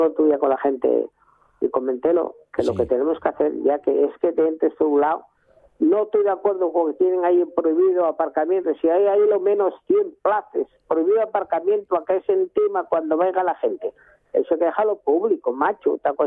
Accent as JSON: {"language": "Spanish", "region": "Asturias", "country": "Spain", "tie": "born there", "said": "Yo creo que toda la gente que tuvieron aquí, que somos antiguamente no, que nacimos en el Valle del Nalón y lo apreciamos"}